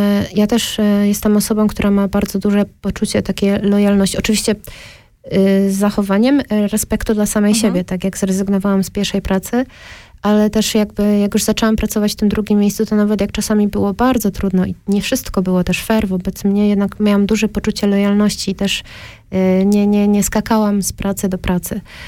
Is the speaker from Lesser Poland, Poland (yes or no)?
no; Częstochowa, Silesian Voivodeship, Poland; born or raised there